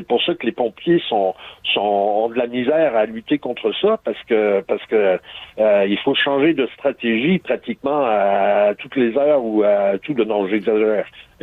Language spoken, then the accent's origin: French; Quebec, Canada; moved away as an adult; now in Bordeaux, France; chez nous, au Québec